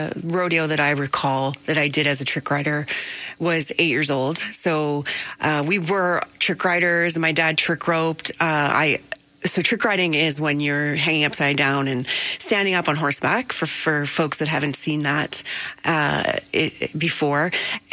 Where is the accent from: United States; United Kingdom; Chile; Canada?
Canada; Niagara, Ontario; where I grew up in Niagara.